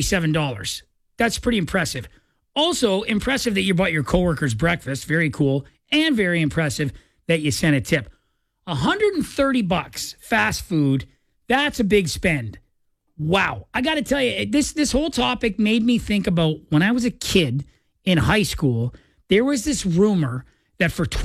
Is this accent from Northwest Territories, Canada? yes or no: no; Windsor, Ontario, Canada; And where I grew up in Windsor, Ontario, there was a ton of Taco Bells.